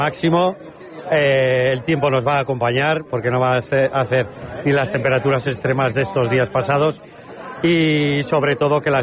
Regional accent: Fustiñana, Navarre, Spain; me encanta que vengan a mi pueblo.

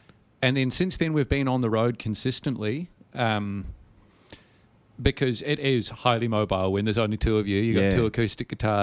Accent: New Zealand; So our mums are sisters. We grew up back home in Aotearoa together and sort of got into music together.

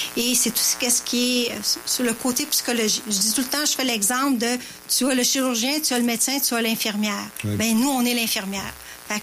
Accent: Quebec, Canada; j'ai décidé de venir faire le lancement dans ma ville natale, dans ma ville, dans chez moi, où ma famille, mon mari, mes enfants, tout le monde habite ici. Et mon cœur est ici.

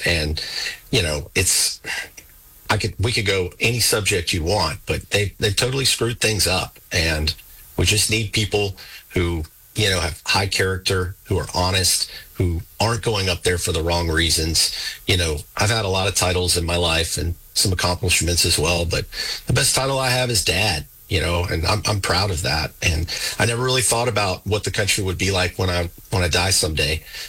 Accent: United States; Yeah, so I grew up in Martin County. I'm a son of a Marine.

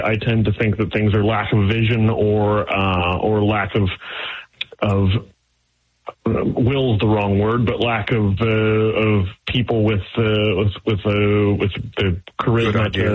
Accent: Florida, United States; now in Portland, United States; when I was growing up in Florida

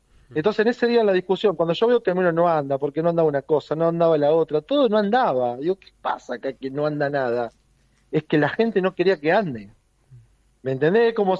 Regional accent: Irigoyen, Argentina; Las personas en Irigoyen, en mi pueblo, empiezan a trabajar de muy chicos, a los 14, 15 años.

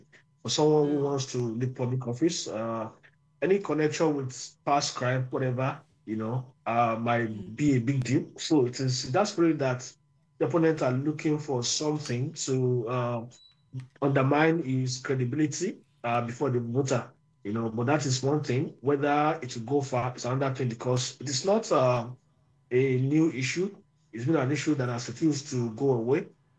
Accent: Nigeria; I'm a Nigerian journalist.

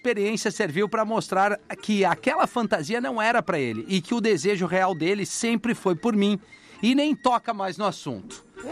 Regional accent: Balneário Camboriú, Santa Catarina, Brazil; Nós somos de Balneário Camboriú.

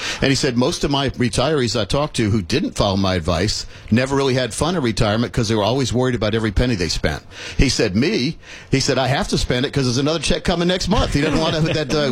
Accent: North Carolina, United States; I grew up in North Carolina, too, so we used to go to Myrtle Beach, and I was closer to Myrtle Beach. I was down towards the North Carolina-South Carolina border back in the day

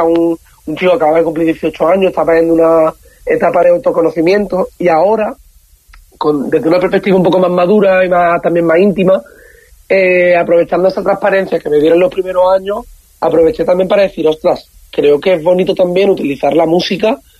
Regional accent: Málaga, Andalusia, Spain; nosotros, como malagueños también

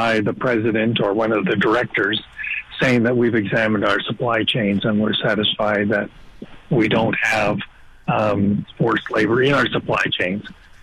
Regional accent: Canada

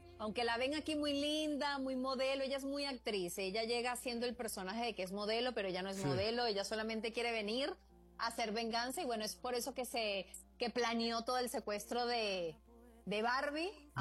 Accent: Venezuela; moved away as an adult; now in Mexico; Wow, trabajando en México ya son 9 años y la verdad que muy agradecida con tu país, un país hermano pues del mío, yo soy venezolana.

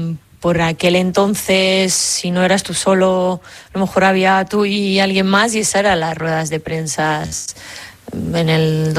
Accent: Mollet del Vallès, Catalonia, Spain; Me hicieron una en la radio de Mollet, de mi pueblo, cuando empezaba justamente a jugar en el Sabadell.

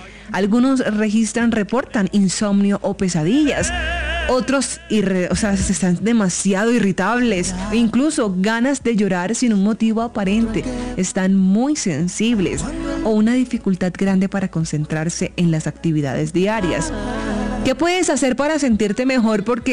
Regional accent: Colombia; nos duele como colombianos, porque es nuestra patria, es nuestra tierra.

